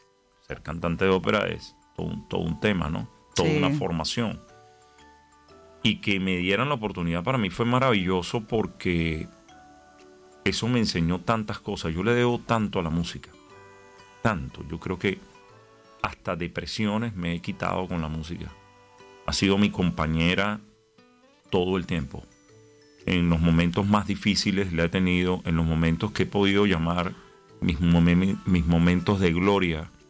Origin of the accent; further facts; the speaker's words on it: Venezuela; Y nosotros, pues yo como buen venezolano, pues amo la Navidad.